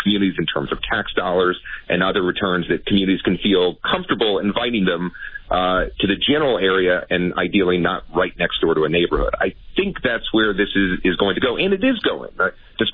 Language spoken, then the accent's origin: English; Virginia, United States; outside of Virginia, my hometown, our home state